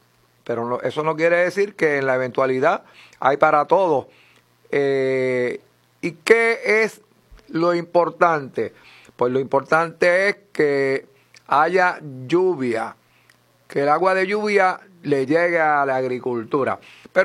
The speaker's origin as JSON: {"language": "Spanish", "country": "Puerto Rico", "said": "nosotros nos preocupamos como puertorriqueños"}